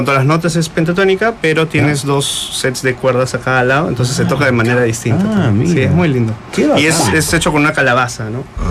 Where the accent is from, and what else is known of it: Peru